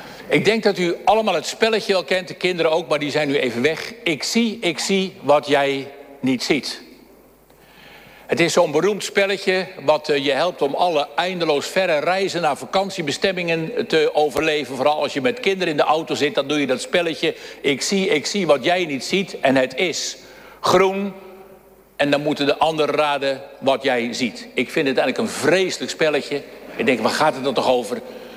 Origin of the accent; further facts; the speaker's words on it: Dirksland, South Holland, Netherlands; accent: Flakkees; moved away; also born or lived in Zwolle; we hebben een poosje gezellig Flakkees gepraat in de consistorie, want ik ben geboren op dit mooiste eiland van Nederland. Gorrie Overflakkee in Dirksland. Het deed mij denken aan mijn jeugd. Als kind groeide ik op in Dirksland